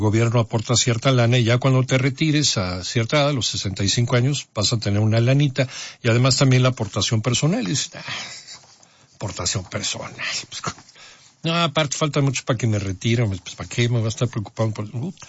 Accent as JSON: {"language": "Spanish", "country": "Mexico", "said": "Y eso es mucho también de sociedades como la nuestra, como la mexicana."}